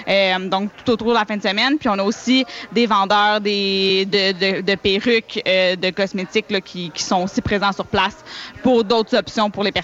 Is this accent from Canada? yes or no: yes; Quebec, Canada; Moi, je suis québécoise, donc je m'y connais un petit peu moins là, de ce qui est couvert en Ontario